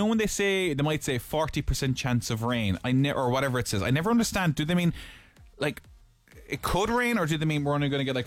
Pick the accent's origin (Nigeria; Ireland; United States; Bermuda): Ireland; Cork, Munster; I'm from Cork